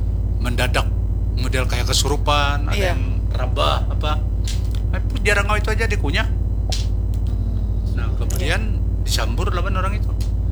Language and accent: Indonesian; Kalimantan, Indonesia; belum maaf terpaksa berpandir suku Dayak Dea karena saya dari Dayak Dea.